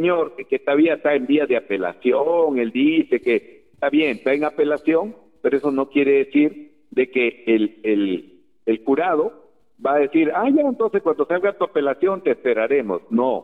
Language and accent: Spanish; Olmos, Lambayeque, Peru; moved away; Cuando yo salí de Olmos, dije, voy a prepararme, porque yo algún día tengo que volver a mi pueblo